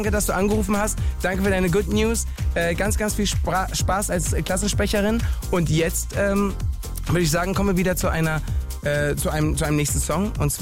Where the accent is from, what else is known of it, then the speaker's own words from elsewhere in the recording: Mallorca, Balearic Islands, Spain; moved away; ich bin ja auf Mallorca aufgewachsen